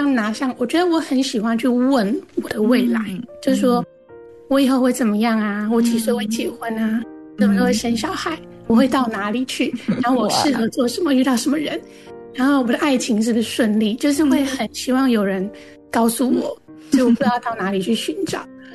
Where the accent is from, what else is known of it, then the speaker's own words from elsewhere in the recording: Taiwan; first language Mandarin Chinese; 我是在台湾出生长大的，那我爸爸是闽南人，我妈妈是客家人，所以我们家主要的语言就是中文。